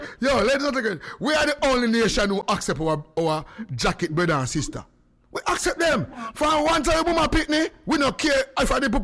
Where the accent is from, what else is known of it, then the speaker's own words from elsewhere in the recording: Jamaica; But honest, being a Jamaican, you have to have. And most Jamaican women give away one jacket somewhere down the road.